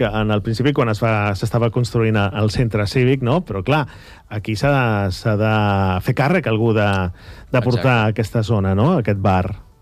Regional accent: Segur, Catalonia, Spain; o també els que estem potser una miqueta més avall, que també jo sóc de Segur, podem pujar cap a dalt?

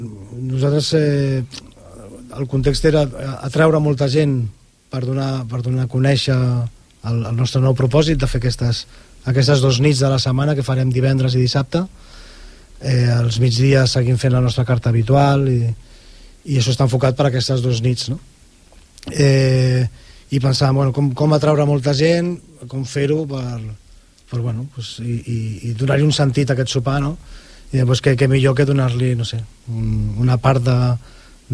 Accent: Sant Boi de Llobregat, Catalonia, Spain; jo em vaig criar al Marianao els primers anys a la cooperativa i a partir dels 10 vaig estar vivint al Marianao

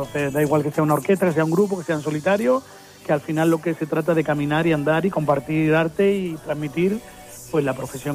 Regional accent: Málaga, Andalusia, Spain; yo de pequeñito, Jaime, empecé con 6 años tocando el piano allí en Málaga, yo soy malagueño.

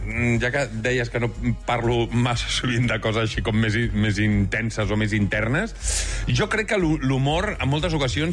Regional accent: L'Hospitalet de Llobregat, Catalonia, Spain; Jo sóc de l'Hospitalet, vull dir, ens reconeixem.

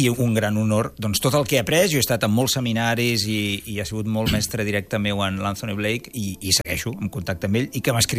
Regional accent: Sabadell, Catalonia, Spain; jo sóc professor de la Cambra de Comerç de Sabadell, de la, sí, meva ciutat

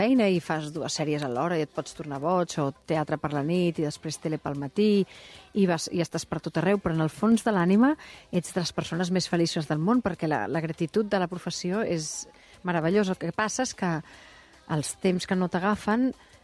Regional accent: Barcelona, Catalonia, Spain; Ah, sí, clar, jo no sóc del Passeig Bonanova, sóc de Major

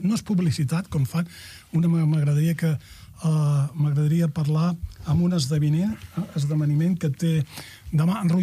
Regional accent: Arenys de Mar, Catalonia, Spain; jo vaig néixer aquí, a Arenys de Mar

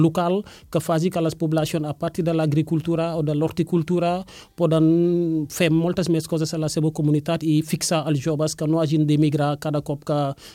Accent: Senegal; now in Catalonia, Spain; com a Àfrica o com a senegalès

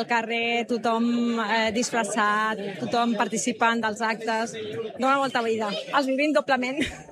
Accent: Premià, Catalonia, Spain; Jo soc de Premià de tota la vida, des dels 3 anys que hi participo

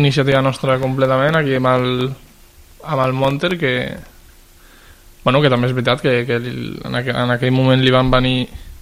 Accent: Caldes, Catalonia, Spain; Jo d'aquí també, de Caldes

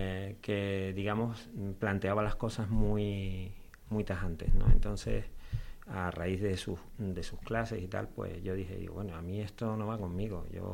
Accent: Telde, Canary Islands, Spain; Yo me acuerdo de ir pequeñito, mi abuelo, somos de Telde, mi abuelo materno, mis abuelos maternos vivían en San Antonio y me acuerdo de ir a la ermita de San Antonio a escuchar misa los sábados con él por la tarde, ¿no?

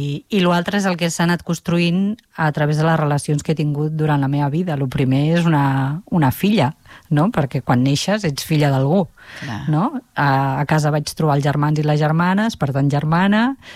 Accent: Barcelona, Catalonia, Spain; soc de Barcelona, vivíem al Guinardó amb la meva família, els meus pares i 6 germans més

